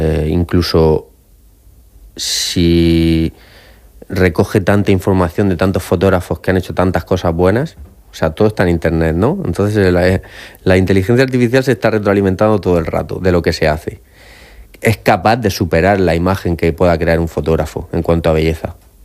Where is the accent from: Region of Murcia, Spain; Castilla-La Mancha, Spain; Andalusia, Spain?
Region of Murcia, Spain; Cehegín; de mi pueblo, de mis vecinos